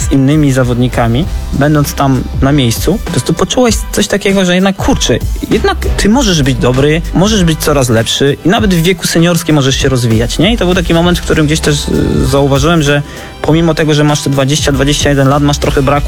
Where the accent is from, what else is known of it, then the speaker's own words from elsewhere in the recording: Kraków, Lesser Poland, Poland; born there; ja się urodziłem w Krakowie, grałem w Hutniku Kraków